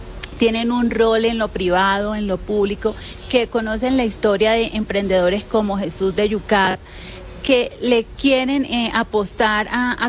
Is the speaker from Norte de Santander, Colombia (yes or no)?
yes; Ocaña, Norte de Santander, Colombia; Bueno, les quiero contar de mi tierra, de Ocaña. Soy de Ocaña, Norte de Santander, orgullosa de esa tierra